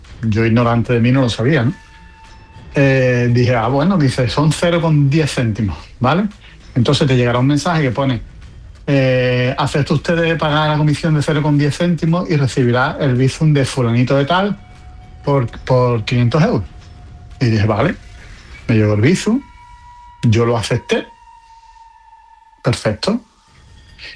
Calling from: Estepona, Andalusia, Spain; Y yo el fin de semana bajo de Madrid por el coche y soy de Estepona.

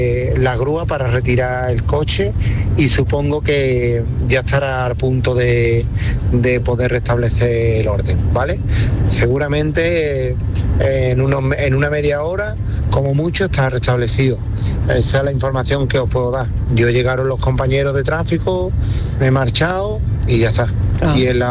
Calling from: Seville, Andalusia, Spain; Soy de Sevilla y viajaba hacia Sevilla

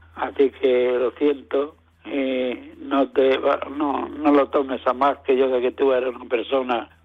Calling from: Almuñécar, Andalusia, Spain; de Almuñécar.

